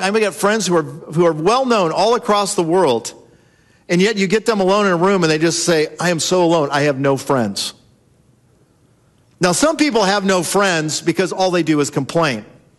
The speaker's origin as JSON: {"language": "English", "region": "California", "country": "United States", "tie": "born or raised there", "said": "Jara and I grew up in Southern California."}